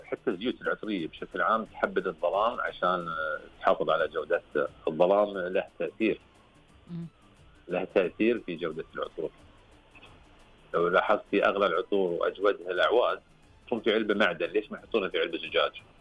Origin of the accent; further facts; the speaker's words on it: Al-Ahsa, Eastern Province, Saudi Arabia; عندنا في الأحساء